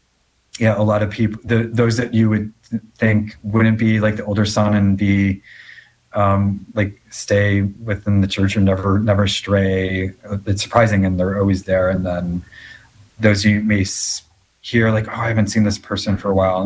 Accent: Naperville, Illinois, United States; But then that was the only real Christian preschool in my hometown of Naperville, or at least walking distance, I guess.

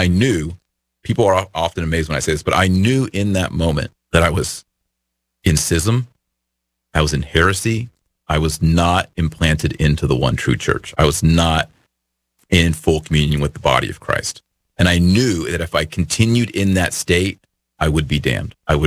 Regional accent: Fort Worth, Texas, United States; I said, Fort Worth, Texas.

